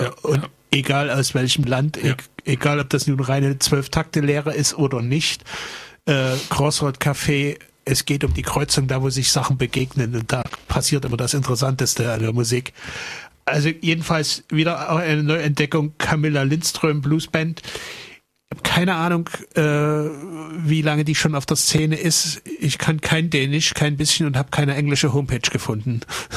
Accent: East Germany, Germany; born there; was ich als geborener Ostdeutscher nie verstanden habe.

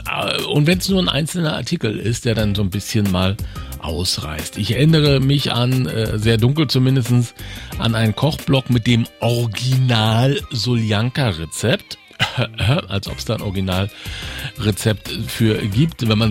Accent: Mecklenburg-Vorpommern, Germany; Und ich bin in Mecklenburg aufgewachsen und ich bin auch schon zu DDR-Zeiten in Mecklenburg aufgewachsen und war am Ende der DDR durchaus auch schon volljährig.

